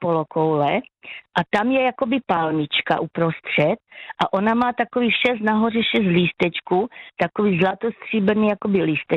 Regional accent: Olomouc, Olomouc Region, Czechia; Ano, já jsem z Olomouce Radíkov

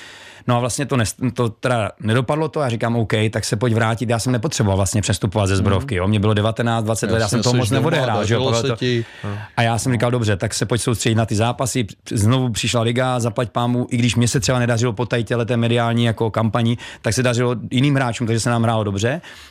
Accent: Brno, South Moravian Region, Czechia; konečně tady zase někdo z Brna

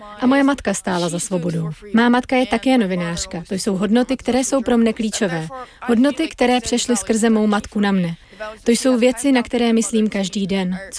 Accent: Moscow, Russia; now in Czech Republic; Narodila jsem se tam, vyrostla jsem tam v Moskvě.

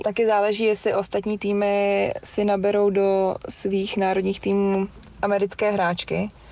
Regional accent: Prague, Czechia; Je to tak, Radotín je taková lakrosová vesnice. Ovlivnilo to dost.

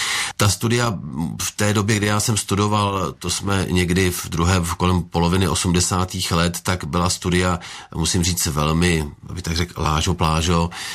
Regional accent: Prague, Czechia; Já jsem se narodil v Praze, jsem Pražák skutečně rodilý se vším všudy

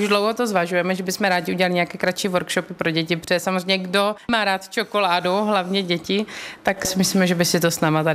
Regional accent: Olomouc Region, Czechia; moved away as an adult; also born or lived in United States; now in Ostrava, Czechia; Ano, já jsem z takové vesničky kousek od Prostějova. Vyrůstala jsem tam do nějakých střídavě 18 roku, kdy potom jsem se dostala díky hokeji na studium do Ameriky na 3 roky.

